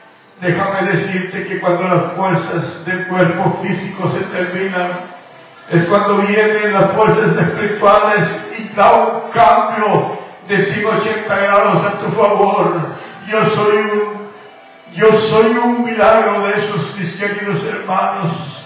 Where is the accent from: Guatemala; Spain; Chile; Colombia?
Guatemala; born there; Mi tierra de donde yo soy nacido, en Guatemala